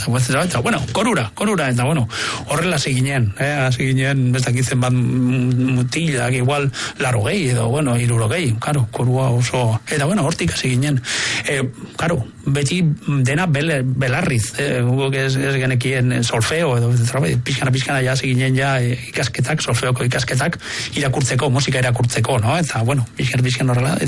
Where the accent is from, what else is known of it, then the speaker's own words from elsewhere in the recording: San Sebastián, Basque Country, Spain; born there; ni hasi nintzen San Ignacio badakizu ikastolan koruan. Donostian, bai, igual neukan, igual 6 urte edo 7